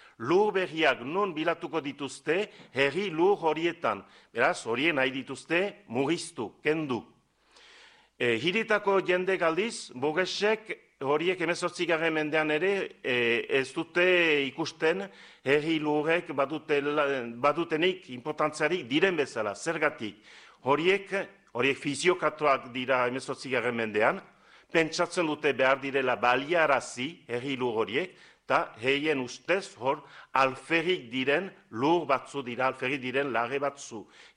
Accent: Estérençuby, Nouvelle-Aquitaine, France; Bo, ni Estrentzubikoa naiz, eta badakit gure herrian, laborarien artean, eta ez dira dena berdin

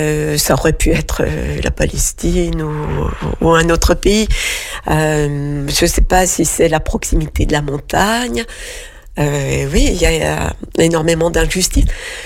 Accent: France; born there; cette vie-ci, je suis née en France.

